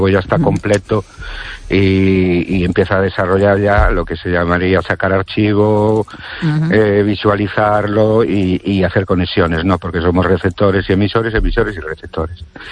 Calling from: Ourense, Galicia, Spain; de Orense.

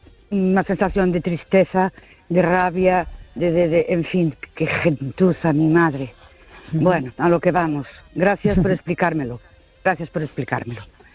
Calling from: Ourense, Galicia, Spain; Buenas noches … de Ourense.

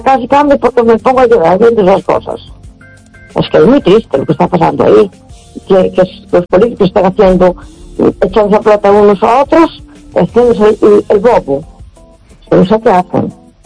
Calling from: A Coruña, Galicia, Spain; de Coruña.

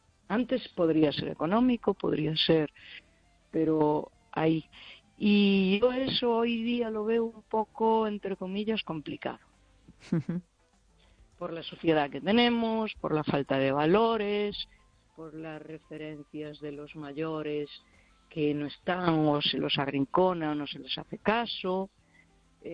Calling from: Galicia, Spain; Pues soy la del Barbanza

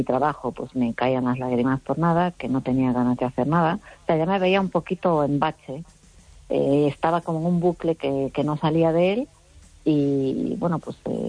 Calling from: Ferrol, Galicia, Spain; de Ferrol.

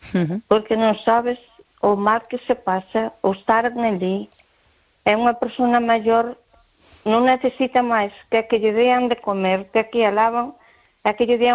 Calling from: Malpica, Galicia, Spain; De Malpica.

